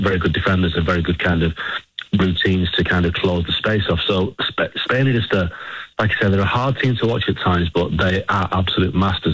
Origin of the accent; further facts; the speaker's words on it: England, United Kingdom; Well, listen, speaking as an Englishman, you're still feeling the pain of what happened in Atlanta the other day.